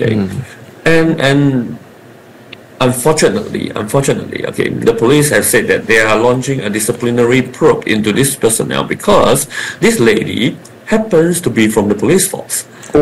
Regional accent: Malaysia; people might think that whatever I'm saying now is because I'm Malaysian, I'm trying to defend a Malaysian.

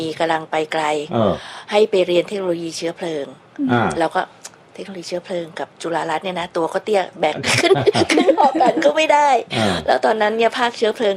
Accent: Bangkok, Thailand; born there; also born or lived in Chiang Mai; แต่ว่าพอมาเรียนประถมหนึ่งเนี่ยอยู่กรุงเทพแล้วก็เรียนจนกระทั่งจบมหาวิทยาลัยที่กรุงเทพ

